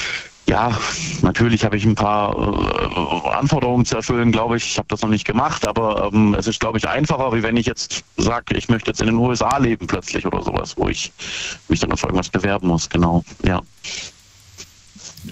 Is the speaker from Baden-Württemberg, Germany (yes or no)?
yes; Brackenheim, Baden-Württemberg, Germany; Hey, ich komme aus Brackenheim.